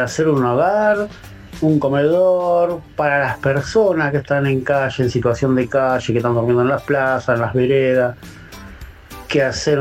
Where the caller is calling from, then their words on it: Los Polvorines, Buenos Aires Province, Argentina; de acá, Polvorines.